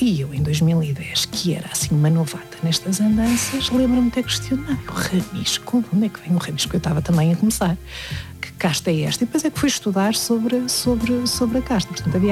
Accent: Portugal

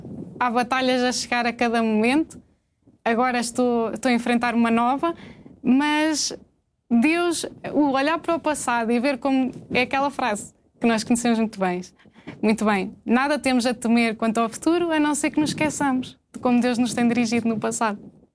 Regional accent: Serpins, Centro, Portugal; also born or lived in Coimbra; Pertence ao distrito de Coimbra, é Serpins, no concelho da Lousã. É uma freguesia.

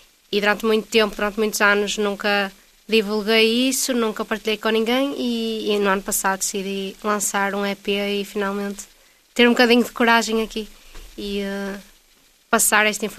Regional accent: Vila Nova de Famalicão, Norte, Portugal; also born or lived in Mirandela / Alvites

